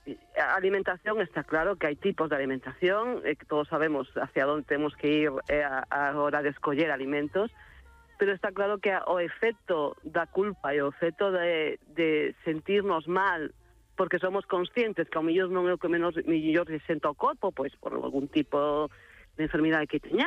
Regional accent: Galicia, Spain; A ver, como vos galegos que nos gusta a festa

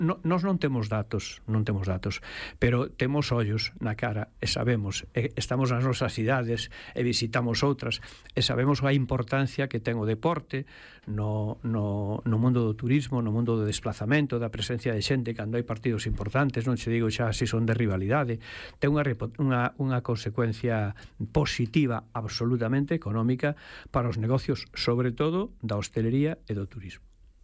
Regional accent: Lugo, Galicia, Spain; pero bueno, quizá como son de Lugo, eu estou apartado de todo, estou apartado do AVE, estamos apartados dos aeroportos

